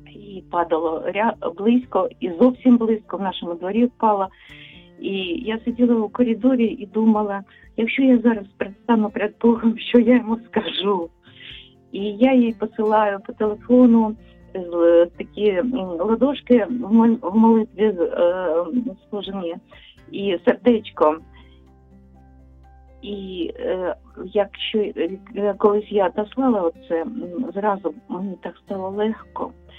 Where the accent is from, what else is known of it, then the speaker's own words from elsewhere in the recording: Kharkiv, Kharkiv Oblast, Ukraine; Доброго дня … я з Харкова.